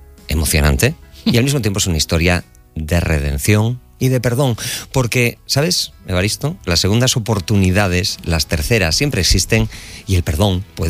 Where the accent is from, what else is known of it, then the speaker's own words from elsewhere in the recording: Pontevedra, Galicia, Spain; La primera vez que me vi delante de un micrófono fue en la SER de Radio Pontevedra, que es de donde yo soy.